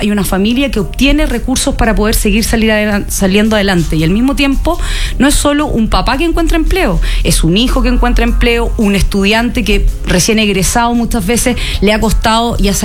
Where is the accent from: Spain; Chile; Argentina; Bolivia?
Chile; yo probablemente no alcancé a vivir todavía tantas décadas en este país